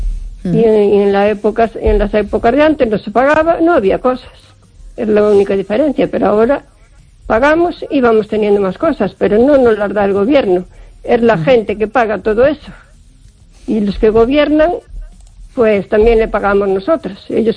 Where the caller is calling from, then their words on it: O Carballiño, Galicia, Spain; Hola, Esther, buenas noches … de Carballiño.